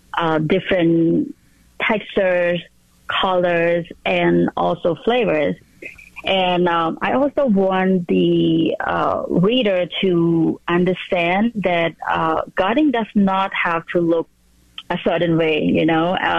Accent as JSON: {"language": "English", "country": "Cambodia", "tie": "born or raised there", "second_language": "English", "moved": "yes", "said": "Because I grew up in Cambodia, we're in the Southeast Asia."}